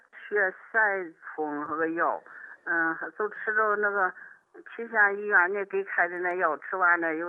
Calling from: Shijiazhuang, Hebei, China; 我是石家庄的，河北。

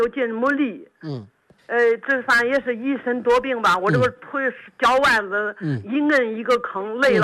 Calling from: Handan, Hebei, China; 我是邯郸的。

